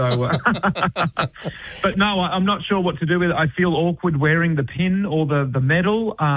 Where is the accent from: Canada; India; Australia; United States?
Australia; Frankston, Victoria; moved away as an adult; also born or lived in Mount Eliza / Sydney; I grew up in Frankston and Mount Eliza, and I call Mount Eliza home again after spending, a decade in Sydney for the show Giggle and Hoot. So this is my home. This is my hometown.